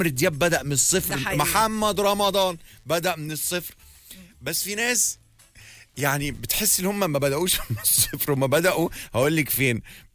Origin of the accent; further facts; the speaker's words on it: Egypt